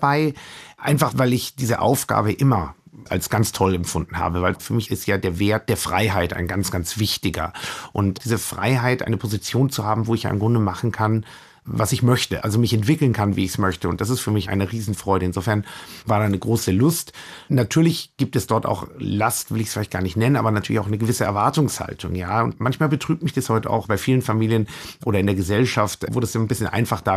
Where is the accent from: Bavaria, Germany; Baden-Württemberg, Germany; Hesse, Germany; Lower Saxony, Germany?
Bavaria, Germany; Coburg; moved away as an adult; also born or lived in New York; ich bin aufgewachsen in Coburg, ich kannte Coburg